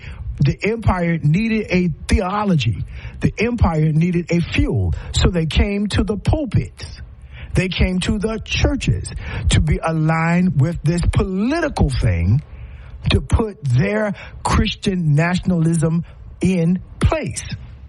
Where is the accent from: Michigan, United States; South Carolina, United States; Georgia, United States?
South Carolina, United States; my home state, South Carolina